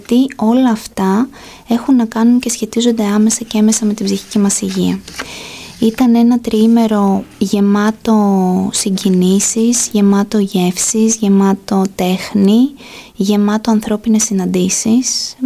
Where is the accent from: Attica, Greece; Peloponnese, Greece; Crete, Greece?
Peloponnese, Greece; Corinth; now in Ioannina, Greece; εγώ, που είμαι από την Κόρινθο και έχτισα τη ζωή μου στα Γιάννενα